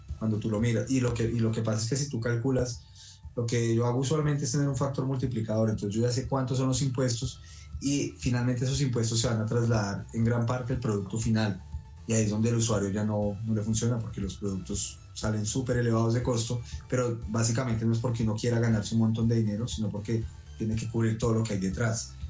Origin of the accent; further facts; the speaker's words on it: Colombia; cuando nosotros como colombianos, pues se nos dificulta básicamente aterrizar nuestras ideas y escribir un proyecto.